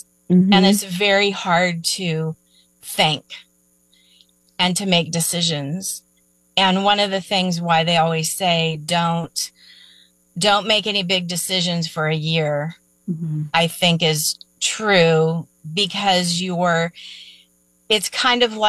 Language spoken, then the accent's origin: English; California, United States; now in Arkansas, United States; because I'm from California, but I live in Arkansas, so it's a long distance for family and friends to travel.